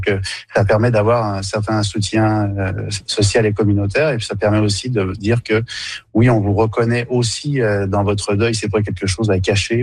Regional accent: Quebec, Canada; Donc, chez nous au Québec, c'est souvent au chalet

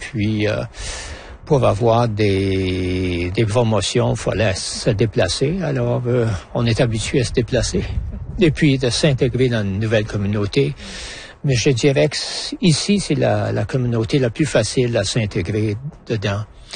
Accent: Mariapolis, Manitoba, Canada; C'était Mariapolis au Manitoba, c'est dans la région de la montagne, au sud-ouest de Winnipeg. Okay. Fait que j'ai toujours beaucoup de parenté au Manitoba, oui.

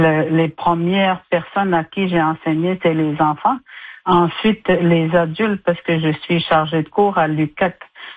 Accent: Canada; first language Innu; French is a second language; Ma mère parlait Linu, mon père aussi, mes grands-parents. Et j'ai appris le français à 6 ans, en première année.

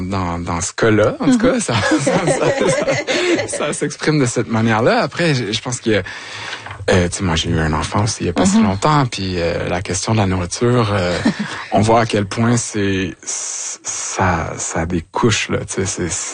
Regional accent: Quebec, Canada; moi je suis retourné dans ma région natale, c'est-à-dire Vaudreuil-Soulanges

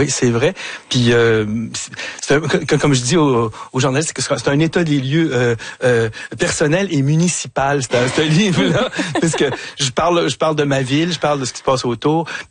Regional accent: Montreal, Quebec, Canada; born or raised there

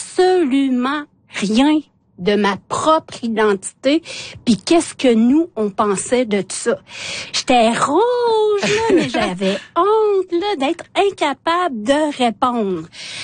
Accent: Quebec City, Quebec, Canada; comme Chouchane, j'ai grandi à Québec, donc hors communauté.

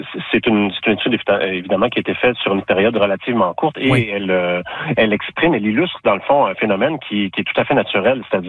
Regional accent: Quebec, Canada; Moi, je viens de la région du Bas-Saint-Laurent.

